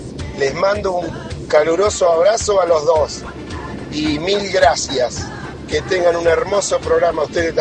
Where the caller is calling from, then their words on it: Marcos Paz, Buenos Aires Province, Argentina; camionero de Marcos Paz.